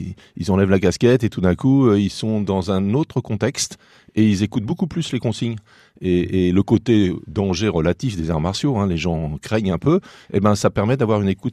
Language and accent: French; Le Mans, Pays de la Loire, France; je viens des Ronceret, quartier un peu chaud